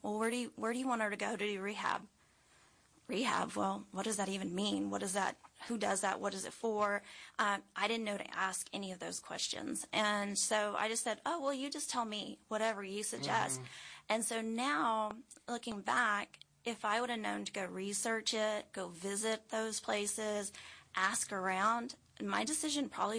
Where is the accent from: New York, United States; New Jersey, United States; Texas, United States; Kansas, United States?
Texas, United States; Fort Worth; moved away as an adult; So I'm actually a transplant, originally from the Dallas-Fort Worth area. Grew up in Fort Worth for many, many years. And we moved here now about 18, 19 years ago.